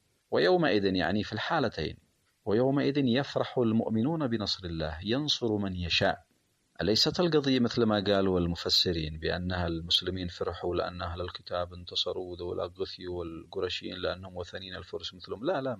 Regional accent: Yemen; نحن كشعب يمني لا نيأس أبدا

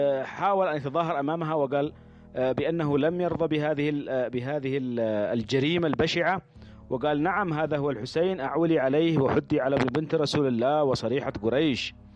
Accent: Yemen; نحن نرى في أنفسنا كيمنيين، اليمنيون الأحرار يرون في أنفسهم

